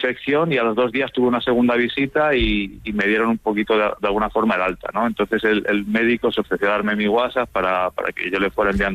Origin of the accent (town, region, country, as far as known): Zamora, Castile and León, Spain; now in Barcelona, Spain